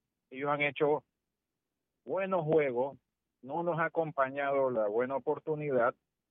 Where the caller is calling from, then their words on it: Panama; como panameño